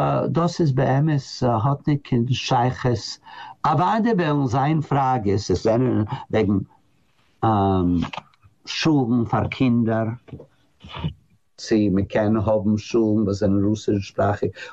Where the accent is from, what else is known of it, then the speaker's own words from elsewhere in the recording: United States; German is a second language; ich bin doch ein Amerikaner, ich bin nicht kein Russ.